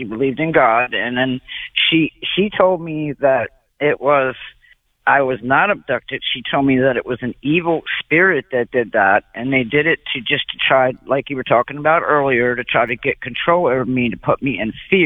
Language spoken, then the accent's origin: English; Essex, Maryland, United States; I grew up in Essex.